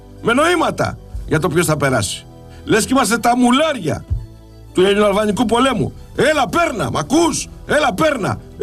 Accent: Sparta, Peloponnese, Greece; moved away; Ήθελα να κάνω ειδική αναφορά γιατί είναι η πατρίδα μου.

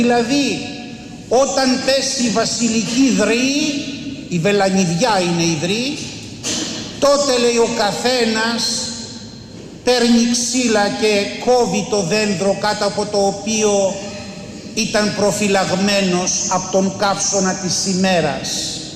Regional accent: Skiathos, Thessaly, Greece; είμαι περαστικός από την Αθήνα, και σήμερα θα πάω στο νησί μου στη Σκιάθο.

